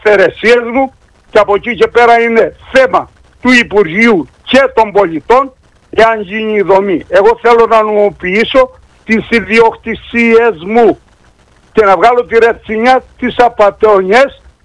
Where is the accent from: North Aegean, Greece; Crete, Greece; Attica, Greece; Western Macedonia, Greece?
Crete, Greece; Ierapetra; Εγώ είμαι από την Ιερά Πέτρα. Εγώ έχω σπίτι 2 χιλιόμετρα από εκεί, από την Αγρέξ